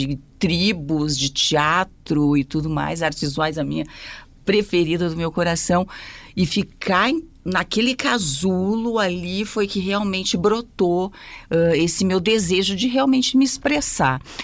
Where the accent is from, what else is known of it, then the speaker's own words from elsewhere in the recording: Porto Alegre, Rio Grande do Sul, Brazil; Eu sou do Rio Grande do Sul, de Porto Alegre